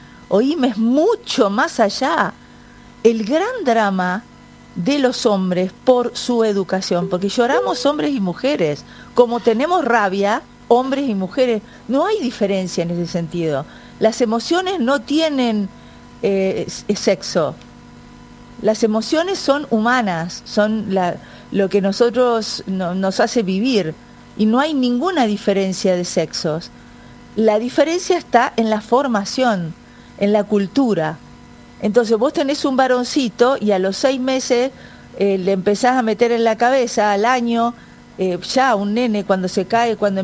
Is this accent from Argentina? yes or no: yes; Argentina; nosotros somos pasionales los argentinos